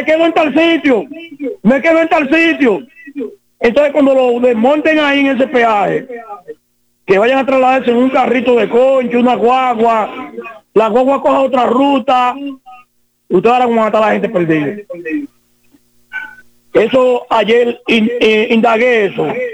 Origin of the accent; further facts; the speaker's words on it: Baní, Peravia, Dominican Republic; somos de aquí de Baní